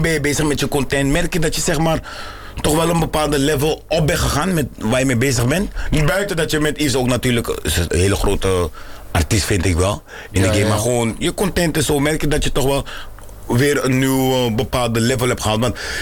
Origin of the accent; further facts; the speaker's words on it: Germany; Ik ben Duits, dus zondag speel ik tegen mijn Antilliaanse broeders.